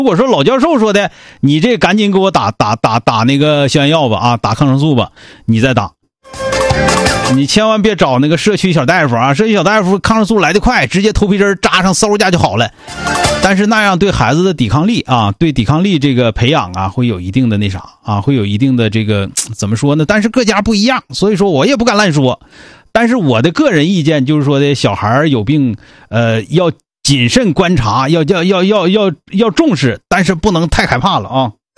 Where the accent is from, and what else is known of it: Northeast China, China